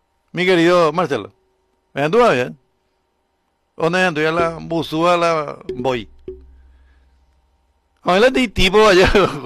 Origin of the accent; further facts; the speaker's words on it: Paraguay; mi pueblo, que es el Paraguay